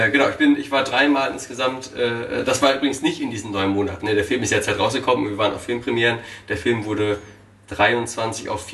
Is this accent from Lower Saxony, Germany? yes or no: yes; Osnabrück, Lower Saxony, Germany; Also ich komme aus Osnabrück, Norddeutschland.